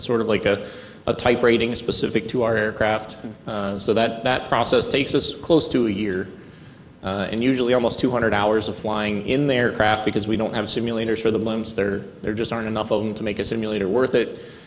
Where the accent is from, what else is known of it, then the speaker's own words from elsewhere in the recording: Green, Ohio, United States; Yeah, so I'm born and raised here in the Akron area. I grew up in Greene.